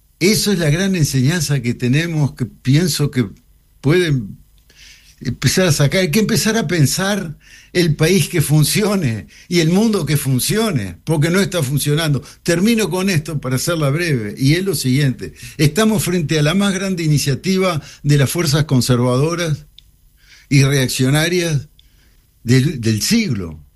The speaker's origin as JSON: {"language": "Spanish", "country": "Uruguay"}